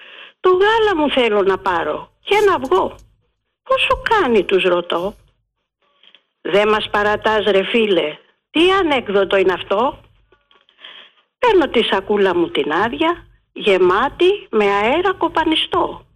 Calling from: Porto Rafti, Attica, Greece; Να είστε καλά … από το Πορτοράφτη.

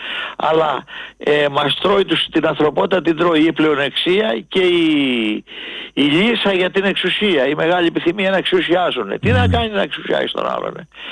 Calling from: Peristeri, Attica, Greece; από Περιστέρι.

